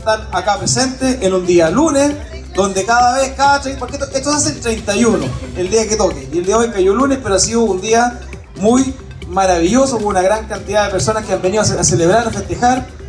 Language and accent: Spanish; Chile; lo que nos identifica como santarosanos, como chilenos